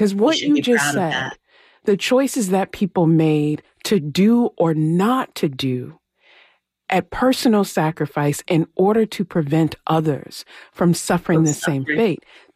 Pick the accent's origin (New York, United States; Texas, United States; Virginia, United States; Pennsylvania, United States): Virginia, United States; Lynchburg; moved away; as someone who did grow up in Virginia, who grew up in a particular part of Virginia, I'm from Lynchburg, Virginia.